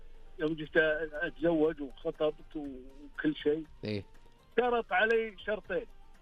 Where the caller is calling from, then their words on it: Riyadh, Riyadh Province, Saudi Arabia; اكلمك من الرياض توني جاي من مكه.